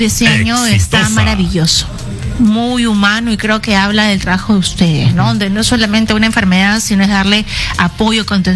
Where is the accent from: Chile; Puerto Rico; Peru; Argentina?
Peru; tenemos que buscar la forma de apoyarnos como peruanos